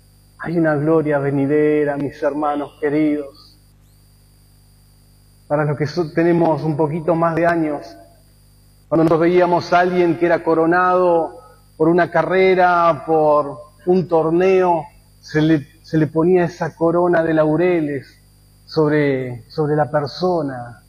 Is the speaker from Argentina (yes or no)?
yes; Argentina; somos argentinos